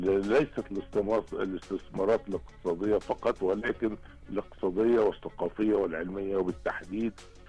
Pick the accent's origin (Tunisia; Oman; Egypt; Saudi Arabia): Egypt